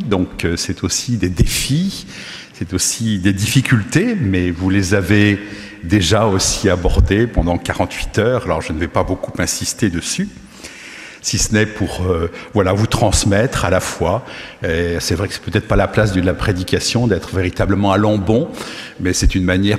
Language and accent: French; Nantes, Pays de la Loire, France